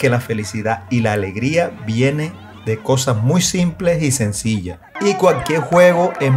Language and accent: Spanish; Palo Quemado, Sucre, Colombia; este pueblo tan bonito llamado Palo Quemado, de donde vengo yo y también de donde es oriundo el maestro